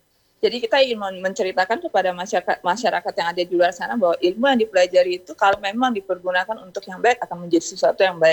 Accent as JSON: {"language": "Indonesian", "town": "Sorong", "region": "Southwest Papua", "country": "Indonesia", "said": "Dan sebagai info aja, kalau saya sendiri dari Sorong, Papua Barat Daya."}